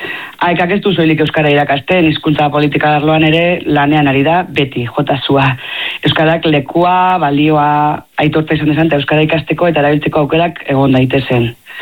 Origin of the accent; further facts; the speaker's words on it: Elgoibar, Basque Country, Spain; moved away as an adult; now in Tudela, Spain; ni izatez Elgoibartarra naiz.